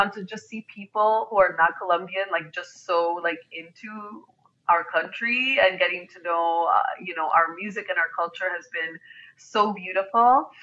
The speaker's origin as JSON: {"language": "English", "town": "Chicago", "region": "Illinois", "country": "United States", "tie": "born or raised there", "said": "I did. So I was born and raised in Chicago. My parents came here in 65."}